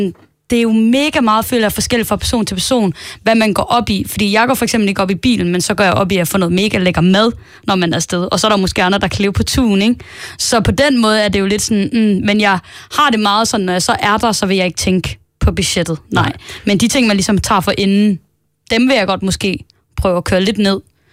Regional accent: Aarhus, Central Denmark Region, Denmark; Jeg er jo fra Aarhus.

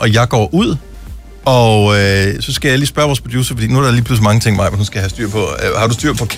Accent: Esbjerg, Region of Southern Denmark, Denmark; born there; Du kommer fra min fødeby, så allerede der føler jeg, at vi har et, et lille fællesskab på en eller anden måde. Er du født og opvokset i Esbjerg?

